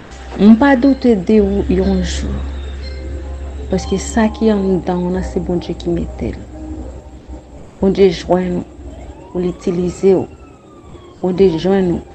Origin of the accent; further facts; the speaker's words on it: Santo Domingo, Dominican Republic; Moi, je viens de Saint-Domingue, je ne parle pas l'anglais, l'espagnol.